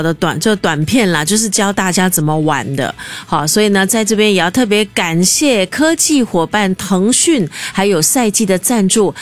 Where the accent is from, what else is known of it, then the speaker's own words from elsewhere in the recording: Singapore; 就是我们新加坡人常讲的那个宝揪啊